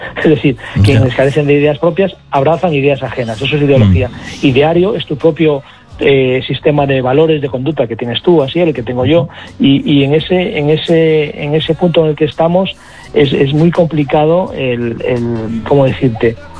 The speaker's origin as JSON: {"language": "Spanish", "region": "Galicia", "country": "Spain", "said": "paseando por la playa allí en Galicia, en mi tierra"}